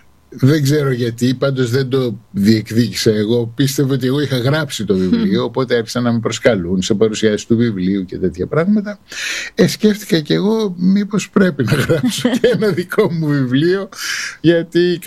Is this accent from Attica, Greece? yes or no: yes; Athens, Attica, Greece; Έχω γεννηθεί στην Αθήνα, οι γονείς μου ήρθαν να σπουδάσουν μετά τον πόλεμο και μείνανε στην Αθήνα, οπότε εγώ μεγάλωσα στην Αθήνα.